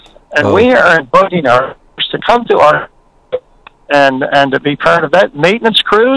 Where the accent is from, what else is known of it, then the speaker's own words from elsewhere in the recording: Newfoundland and Labrador, Canada; I talk about my hometown of Northover